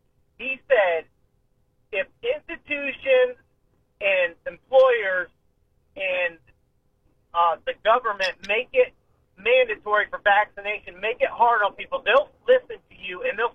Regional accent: Ohio, United States; now in Summit County, Ohio, United States; I'm from Wayne County originally, but I moved up to Summit County.

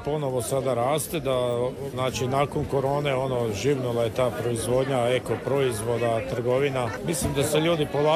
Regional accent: Koritna, Osijek-Baranja County, Croatia

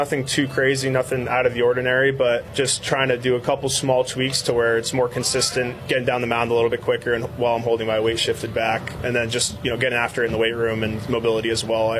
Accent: Rhode Island, United States; Spent it all at home where I'm from in Rhode Island

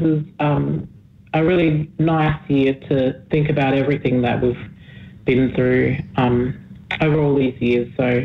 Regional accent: Port Augusta, South Australia, Australia; also born or lived in Riverland; now in Adelaide, Australia; So I'm Adimatna from the Flinders Ranges and Ngarrindjeri down on the Coorong. And I grew up in Port Augusta and a little bit in the Riverland when I was a bit younger, but now I live on Kaurna country in Adelaide.

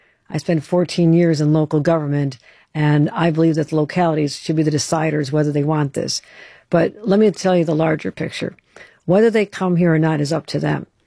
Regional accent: Buffalo, New York, United States; the forces that drove, I'm from Buffalo, drove everybody I knew out of a job when Bethlehem Steel left

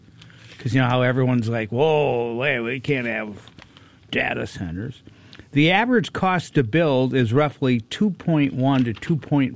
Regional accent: Chicago, Illinois, United States; Well, growing up in Chicago, the Italian thing was, how many people touch the money?

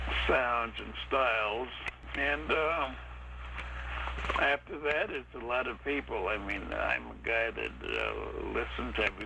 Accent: New York, United States; I grew up in Harlem in the center of the jazz activity in New York.

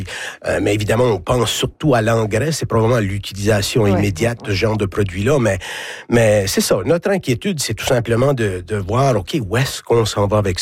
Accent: Cap-Pelé, New Brunswick, Canada; C'est particulier pour moi, là. Je suis originaire de Capelé. Mon père était beaucoup

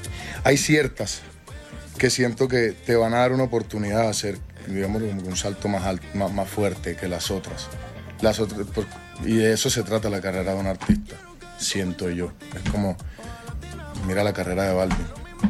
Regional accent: Colombia; yo soy colombiano, yo soy de aquí.

